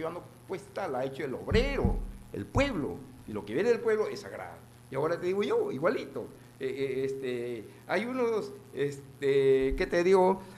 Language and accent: Spanish; Tambogrande, Piura, Peru; mi pueblo de Tambo Grande es como un león dormido.